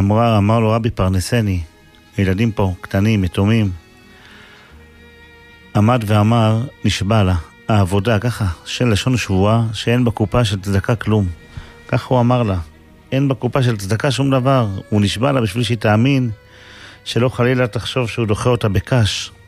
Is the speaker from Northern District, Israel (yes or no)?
yes; Safed, Northern District, Israel; קבור בצפת ברחוב לוחמי הגטאות. שם גדלנו, היינו הולכים הרבה פעמים לקבר הזה של הצדיק הקדוש הזה